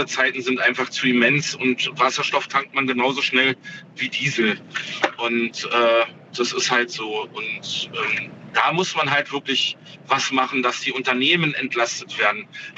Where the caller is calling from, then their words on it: Gerbstedt, Saxony-Anhalt, Germany; Naja, nicht ganz im Harz unterwegs, aber da komme ich her aus Gerbstedt.